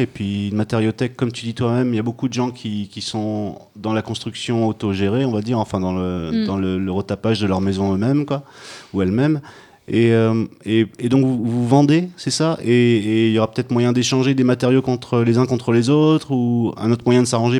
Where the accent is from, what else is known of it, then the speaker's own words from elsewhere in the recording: Toulouse, Occitanie, France; Mais par exemple, je viens de Toulouse. Enfin, j'ai habité pas mal à Toulouse.